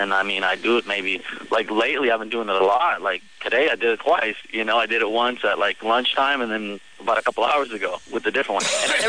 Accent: Pleasanton, California, United States; 26, I'm from Pleasanton out here in California.

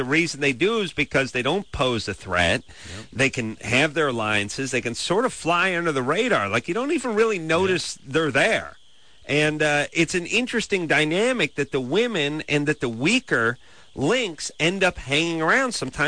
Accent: North Hollywood, California, United States; No kidding. I'm from North Hollywood. You can't get any flatter or more Valley than that.

